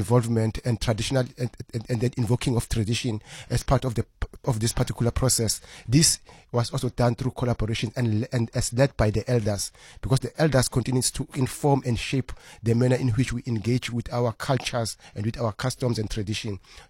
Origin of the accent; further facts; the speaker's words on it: Cape Town, Western Cape, South Africa; That's what makes us as South Africans and as Cape Townians.